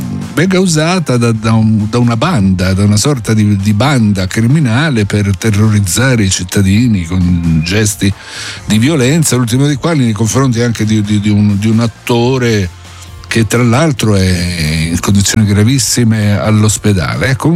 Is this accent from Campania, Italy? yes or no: no; Rome, Lazio, Italy